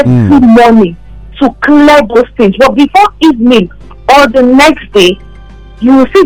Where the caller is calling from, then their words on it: Lagos, Nigeria; I'm calling from Ajegunle.